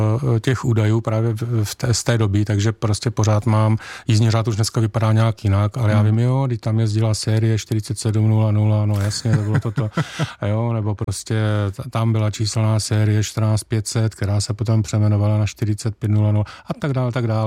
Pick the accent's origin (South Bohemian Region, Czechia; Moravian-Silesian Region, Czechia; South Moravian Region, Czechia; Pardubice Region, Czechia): South Moravian Region, Czechia; Rosice; born there; Jsem se narodil v Rosicích u Brna, dnes tam opět žijí.